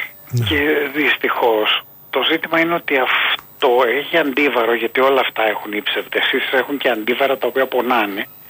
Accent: Greece

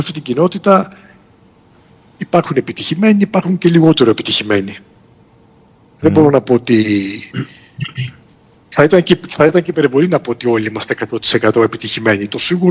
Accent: Greece; moved away; ως Έλληνες του εξωτερικού και ως επιστήμονες του εξωτερικού

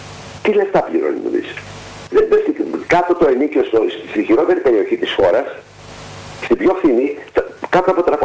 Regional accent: Serres, Central Macedonia, Greece; Γιατί εμένα να με φέρνει από τις Σέρες στην Άξο, από τη στιγμή που στο χωριό μου πηγαίνει κάποιον άλλον

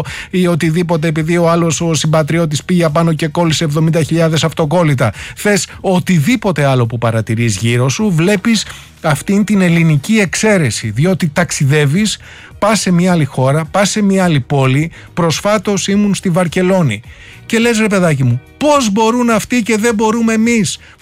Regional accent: Greece; τη σχέση που έχουμε ως πολίτες, ως Έλληνες

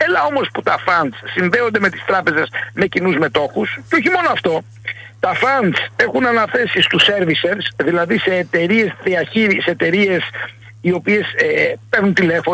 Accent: Kefalonia, Ionian Islands, Greece; Είμαι και Κεφαλονίτης

